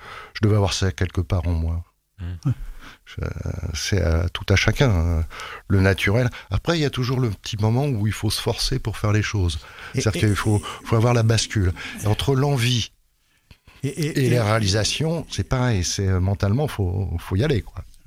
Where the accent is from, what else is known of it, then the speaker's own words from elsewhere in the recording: France; regardez chez nous en France